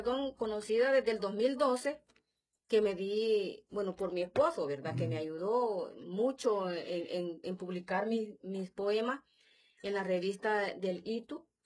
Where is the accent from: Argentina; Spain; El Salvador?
El Salvador